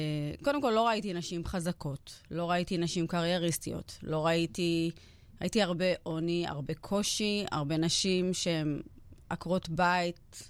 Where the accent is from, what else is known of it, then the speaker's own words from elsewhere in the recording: Tel Aviv, Tel Aviv District, Israel; אני גדלתי בשכונת התקווה.